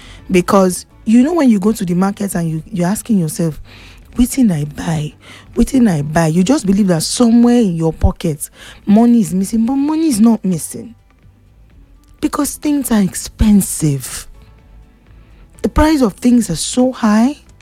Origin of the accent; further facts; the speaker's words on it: Nigeria; Nigeria, now our country